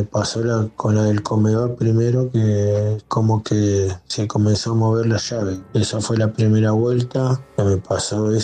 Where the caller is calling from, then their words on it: Quilmes, Buenos Aires Province, Argentina; de Quilmes.